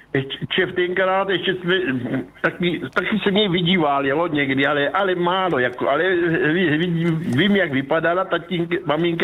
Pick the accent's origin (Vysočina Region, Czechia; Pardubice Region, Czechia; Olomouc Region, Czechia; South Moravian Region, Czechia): South Moravian Region, Czechia; Olbramovice; born there; also born or lived in Kubšice; now in Židlochovice, Czech Republic; tak já jsem se narodil v Olbramovicích u Moravského Krumlova. To nejsou ty Olbramovice někde u Benešova, tak to jsou Olbramovice tady u Moravského Krumlova.